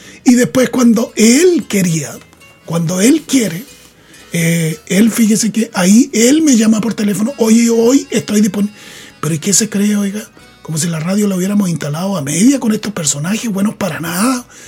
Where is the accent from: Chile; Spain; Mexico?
Chile; nos toca vivir a nosotros como chilenos